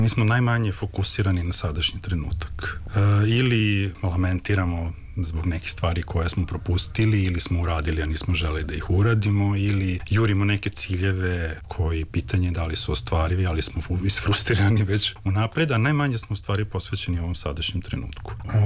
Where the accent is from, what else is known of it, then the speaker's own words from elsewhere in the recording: Novi Sad, Vojvodina, Serbia; ja sam odrastao u Novom Sadu, ali sam jako puno vremena provodio u Tršiću, jer su mi i majka i otac iz Tršića.